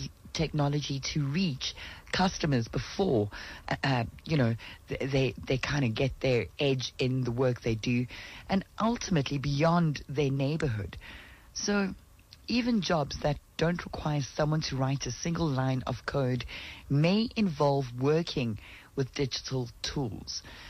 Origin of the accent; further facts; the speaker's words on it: South Africa; as South Africans